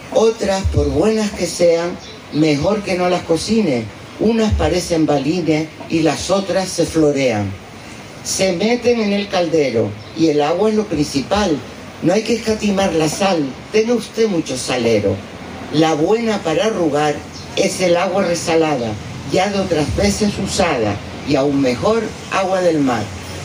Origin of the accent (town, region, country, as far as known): Canary Islands, Spain